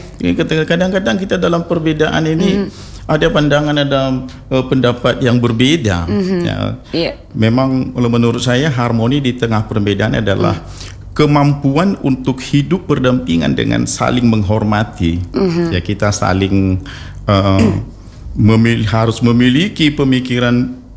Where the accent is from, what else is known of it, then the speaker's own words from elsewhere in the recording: Aceh, Indonesia; tengah-tengah kota kita, daerah kita Aceh Barat, sangat luar biasa